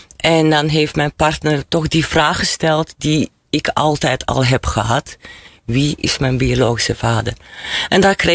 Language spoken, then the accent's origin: Dutch; Belgium; moved away; dan had je op Belgische scholen, want ik kom uit België eigenlijk, dan heb je allemaal, ik was altijd het enige Chineesje.